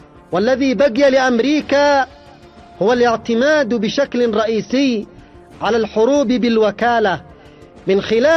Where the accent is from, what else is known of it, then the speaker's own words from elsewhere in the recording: Yemen; وفي بلدنا اليمن